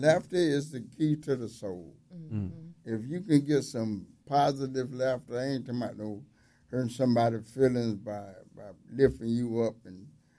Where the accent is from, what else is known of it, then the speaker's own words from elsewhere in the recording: St. Cloud, Florida, United States; born there; I was born in St. Cloud.